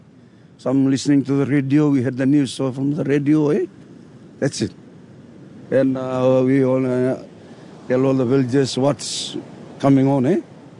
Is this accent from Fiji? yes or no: yes; Batukarasa, Fiji; I'm from Batukarasa, originally from this village, Batukarasa.